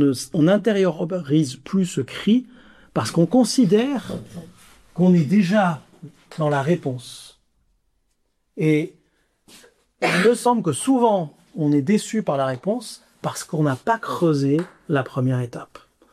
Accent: Marseille, Provence-Alpes-Côte d'Azur, France; J'ai grandi à Marseille

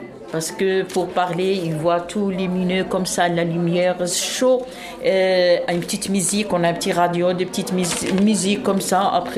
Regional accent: Algeria; French is a second language; Oui. Moi, je suis algérienne.

